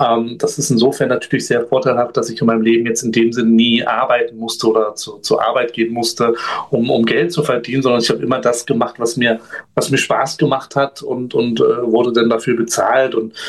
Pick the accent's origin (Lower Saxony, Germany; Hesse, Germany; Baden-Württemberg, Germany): Lower Saxony, Germany; Göttingen; ich bin in Göttingen geboren und aufgewachsen, eine relativ überschaubare Stadt im Süden Niedersachsens gelegen.